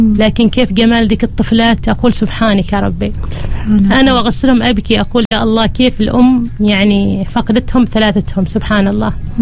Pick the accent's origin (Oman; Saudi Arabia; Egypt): Oman; عندنا احنا كعادات عمانية